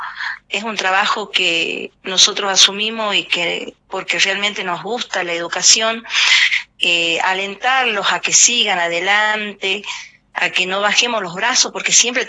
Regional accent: Palpalá, Jujuy, Argentina; Yo soy de Pálpalá, del departamento Pálpalá.

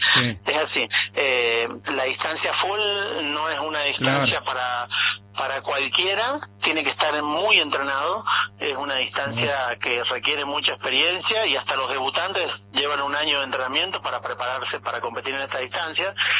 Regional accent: San Juan, Argentina; como somos los sanjuaninos

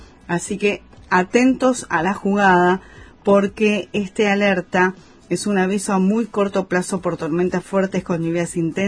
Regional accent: Corrientes, Argentina; Somos todos los correntinos, las ciudades correntinas que estamos bajo alerta a esta hora de la tarde.

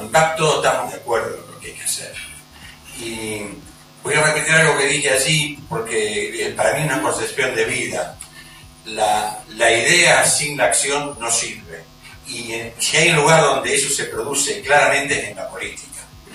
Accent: Villa Regina, Río Negro, Argentina; que además de no ser de mi partido político es de mi pueblo, de Villarregina.

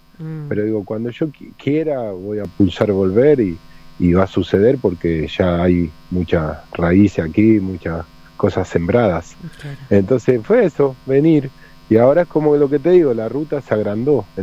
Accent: Patagonia, Argentina; Yo soy el argentino que anda tocando el bandoneón

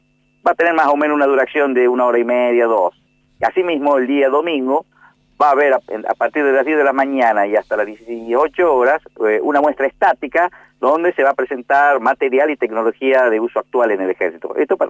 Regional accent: Rosario de Lerma, Salta, Argentina; now in Entre Ríos, Argentina; soy de Salta

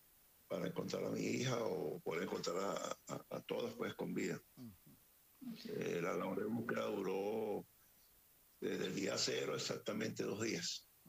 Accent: Caracas, Capital District, Venezuela; porque yo no soy del estado de La Guaira, soy de la ciudad capital de Caracas, pero ahí vivía mi hija con su familia

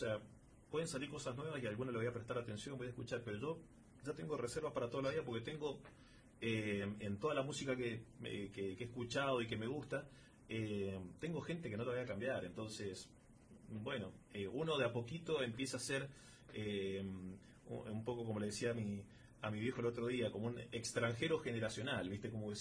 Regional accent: Malargüe, Mendoza, Argentina; also born or lived in San Rafael; Soy concebido en San Rafael, gestado acá en Malargüe, nacido en San Rafael

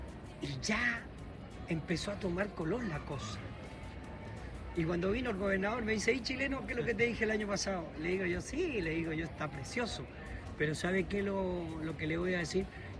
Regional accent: Catamarca, Argentina; born there; Yo nací el año 2000, nací acá en Catamarca.

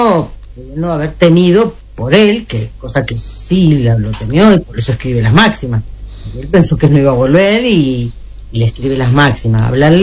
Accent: Argentina

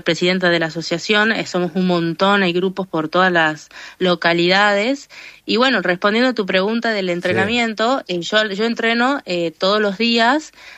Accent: San Miguel de Tucumán, Tucumán, Argentina; accent: northern (norteña); now in Yerba Buena, Argentina; De Tucumán, bueno, toda mi vida viví en Tucumán capital. Y ahora vivo en Yerba Buena, que es como a 20 minutos de capital.

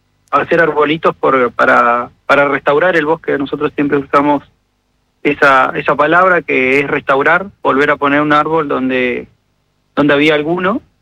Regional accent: Villa Futalaufquen, Chubut, Argentina; somos de la Villa Futaleufel, que estamos dentro del Parque Nacional Los Alerces, cerca de la Intendencia y las instituciones. Y el bosque nos rodea, el bosque es nuestro patio de casa, porque decimos que la escuela, somos una escuela rural

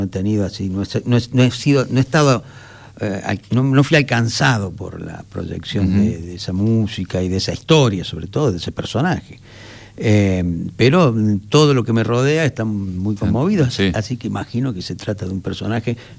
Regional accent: Argentina; Orgullo nuestro, orgullo argentino

